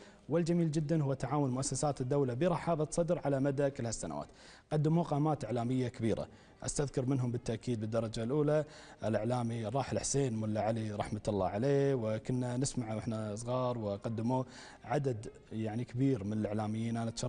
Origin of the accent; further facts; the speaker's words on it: Kuwait; accent: Kuwaiti; نتحدث بكل بساطة إلى المواطن الكويتي بلهجتنا الكويتية،